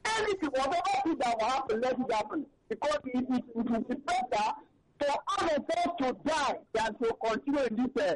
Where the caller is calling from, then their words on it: Abuja, Federal Capital Territory, Nigeria; I'm calling you from Abuja.